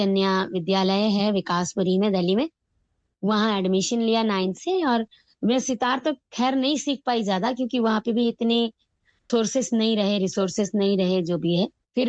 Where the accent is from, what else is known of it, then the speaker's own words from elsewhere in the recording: Kathmandu, Bagmati, Nepal; now in Delhi, India; मैं बेसिकली मैं नेपाल से बिलोंग करती हूँ, काठमांडू से।